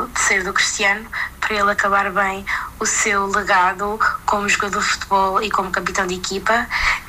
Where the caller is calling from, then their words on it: Arganil, Centro, Portugal; sou de Arganil